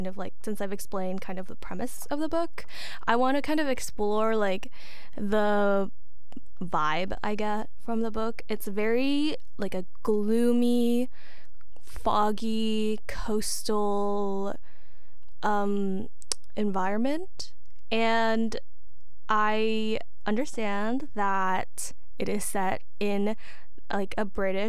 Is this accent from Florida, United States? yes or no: no; Oregon, United States; now in Washington, D.C., United States; I'm from Oregon, and so our beaches are very, very cold and very, very gloomy.